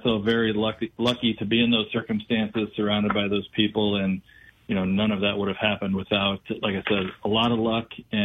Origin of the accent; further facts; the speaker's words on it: Belleville, Illinois, United States; also born or lived in Edwardsville; I was in Belleville